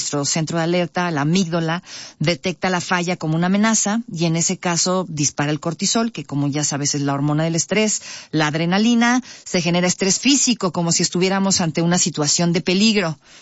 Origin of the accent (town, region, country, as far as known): Mexico